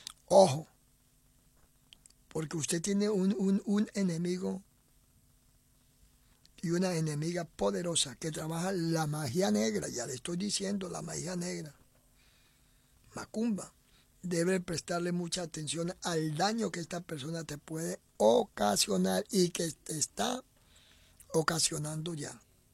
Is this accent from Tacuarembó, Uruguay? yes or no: yes; Tacuarembó, Uruguay; Me quiero ir por de mis padres. Yo soy de Tacuarembó. Él me tiene acá a mí, en el campo, en una distancia.